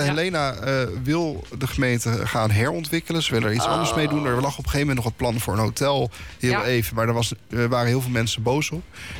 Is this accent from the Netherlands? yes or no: yes; Eemnes, Utrecht, Netherlands; moved away as an adult; also born or lived in Leiden; now in The Hague, Netherlands; Net op de grens van Laren is een dorpje. Dat heet Eemnes. Daar kom ik oorspronkelijk vandaan.